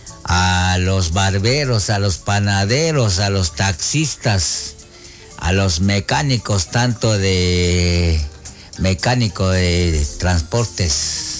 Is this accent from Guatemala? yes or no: yes; Guatemala; la música que nos identifica como guatemalteco chapín.